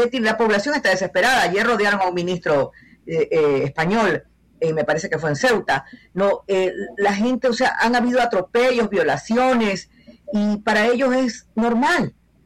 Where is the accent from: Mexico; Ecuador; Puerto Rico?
Ecuador; yo me siento sinceramente como ecuatoriana amenazada